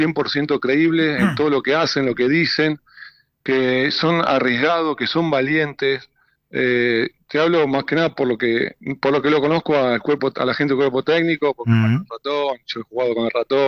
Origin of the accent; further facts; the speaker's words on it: Argentina; Porque somos también nosotros somos eso, los argentinos.